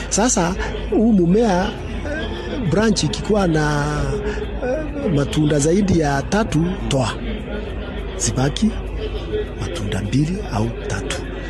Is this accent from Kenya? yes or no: yes; Kenya; Sisi ni wa Kenya milioni zaidi ya milioni 50.